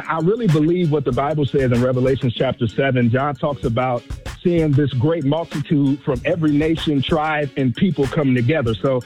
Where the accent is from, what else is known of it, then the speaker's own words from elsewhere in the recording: Gary, Indiana, United States; I'm born and raised in Gary, Indiana. I grew up in church.